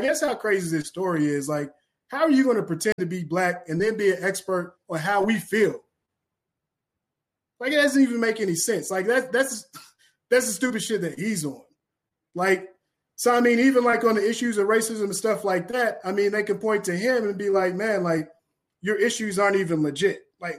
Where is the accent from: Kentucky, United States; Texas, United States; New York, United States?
Kentucky, United States; I'm from Kentucky. I organize.